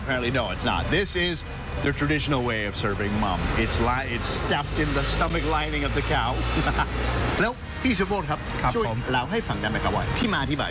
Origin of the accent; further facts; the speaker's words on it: Canada; Thai is a second language; now in Thailand; อาจจะเป็นคนแรกนะครับเพราะว่าผมเป็นชาวแคนาดา